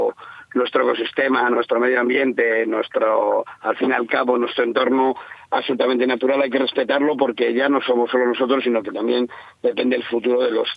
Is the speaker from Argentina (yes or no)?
no; Castile and León, Spain; Nosotros somos de Castilla y León, nosotros somos de este territorio, somos rurales en origen